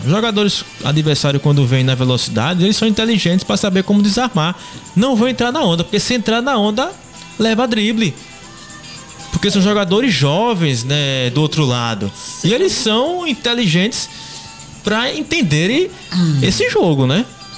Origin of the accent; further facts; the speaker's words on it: Brazil; nós somos brasileiros, né?